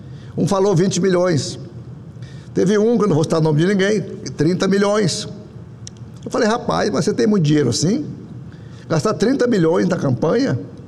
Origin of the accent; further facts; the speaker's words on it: Rondônia, Brazil; Lá no meu estado de Rondônia